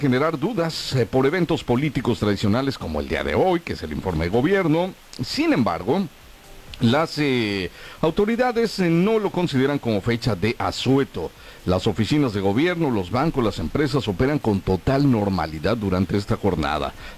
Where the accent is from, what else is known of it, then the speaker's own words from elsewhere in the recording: Mexico; Porque somos mexicanos